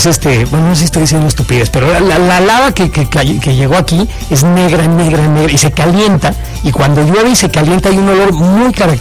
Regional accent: Mexico City, Mexico; Coyoacán, el sur de la ciudad, el Pedregal, de donde soy, tiene un olor característico, sobre todo cuando llueve.

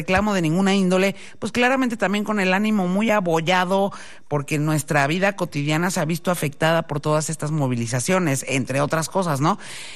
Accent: Mexico; now in Mexico City, Mexico; Todos somos mexicanos

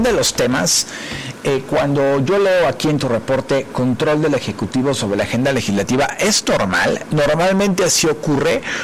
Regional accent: Mexico; como mexicanas y mexicanos

